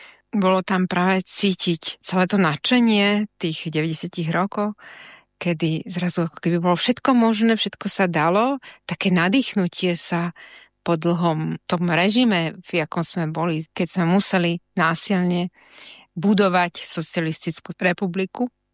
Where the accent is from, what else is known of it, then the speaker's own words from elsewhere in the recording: Bratislava, Bratislava Region, Slovakia; born there; narodila som sa v Bratislave. Aj moji rodičia pochádzajú z Bratislavy.